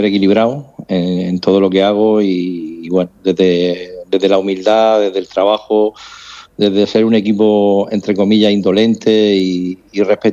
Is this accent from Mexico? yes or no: no; Spain